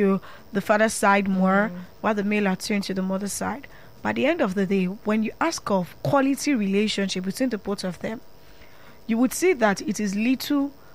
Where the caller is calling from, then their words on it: Lagos, Nigeria; I'm calling from the studio right here in the city of Lagos.